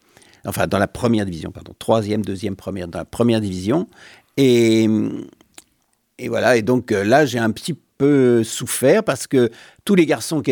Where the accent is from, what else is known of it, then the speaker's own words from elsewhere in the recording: Paris, Île-de-France, France; Je suis petit parisien plutôt banlieusard, mais parisien, oui.